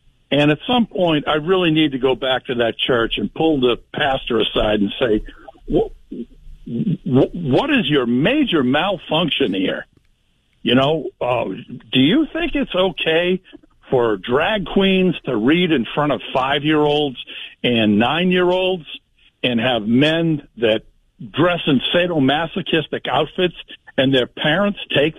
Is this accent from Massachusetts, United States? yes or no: yes; Foxborough, Massachusetts, United States; Howie, you know, I was raised a Protestant in Foxborough, Massachusetts. Went to Sunday school.